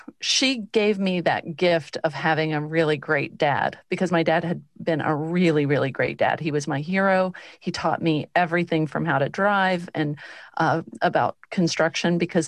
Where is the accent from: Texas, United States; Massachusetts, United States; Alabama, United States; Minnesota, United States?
Texas, United States; growing up in Texas